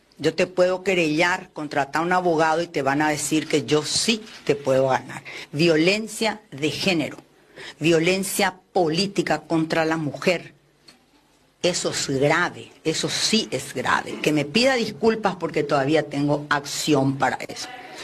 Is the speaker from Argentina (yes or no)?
no; Paraguay; Paraguay somos la garra guaraní.